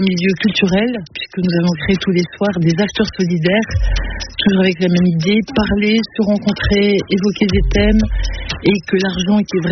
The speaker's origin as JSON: {"language": "French", "town": "Lille", "region": "Hauts-de-France", "country": "France", "said": "Je suis lilloise"}